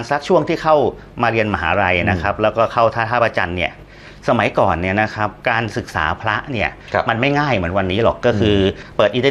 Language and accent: Thai; Saraburi, Thailand; moved away as an adult; also born or lived in Bangkok; ผมเป็นคนจังหวัดสระบุรีคนต่างจังหวัดนะครับ